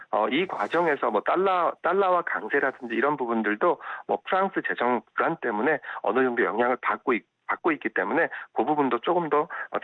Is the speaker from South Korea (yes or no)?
yes; South Korea; 저도 한국인으로서